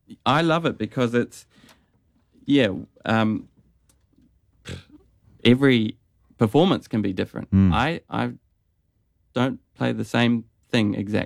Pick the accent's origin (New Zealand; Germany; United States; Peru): New Zealand; Timaru, Canterbury; now in Australia; I'm from New Zealand.